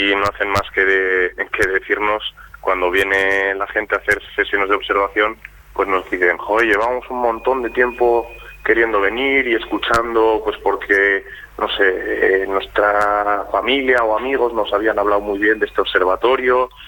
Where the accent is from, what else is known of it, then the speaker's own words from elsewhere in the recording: Bilbao, Basque Country, Spain; Venimos yo de Bilbao